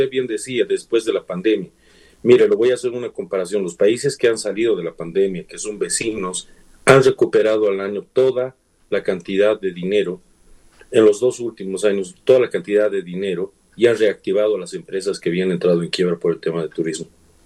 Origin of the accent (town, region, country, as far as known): Bolivia